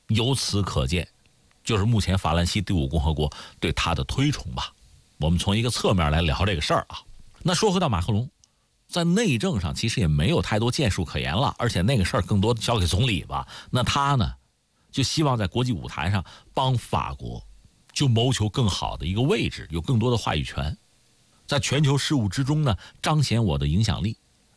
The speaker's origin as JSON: {"language": "Chinese", "country": "China", "said": "我们中国人啊"}